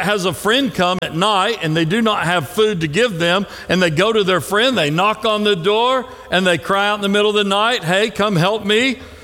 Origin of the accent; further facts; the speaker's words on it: Tennessee, United States; Of course, I was from Tennessee.